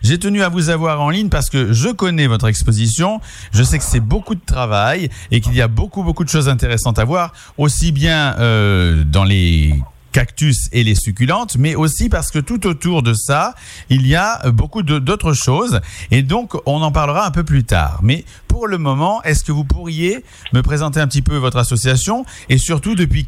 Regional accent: Southern France, France; now in Auvergne, France; moi je viens du Midi et j'ai l'habitude de voir des cactus, de voir des succulentes. C'est le pays qui veut ça.

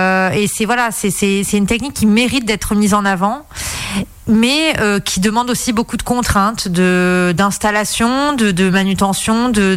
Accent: south of France, France; now in Auvergne, France; Je suis originaire du sud de la France

